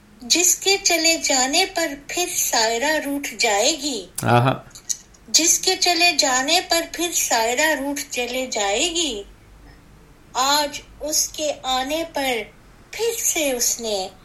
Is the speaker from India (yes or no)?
no; Birmingham, West Midlands, United Kingdom; तो वैसे मैं बर्मिंगम से हूँ और हमारा बर्मिंगम का चैनल रेडियो एक्सेल, उस पर मैं रेगुलर आती हूँ एवरी सैटरडे।